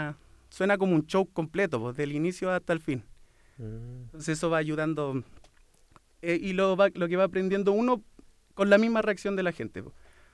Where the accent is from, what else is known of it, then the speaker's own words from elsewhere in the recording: Chile; somos así los chilenos